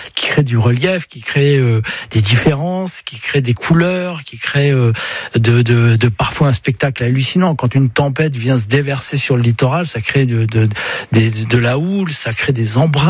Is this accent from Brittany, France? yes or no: yes; Brittany, France; je suis breton et puis je le ressens profondément.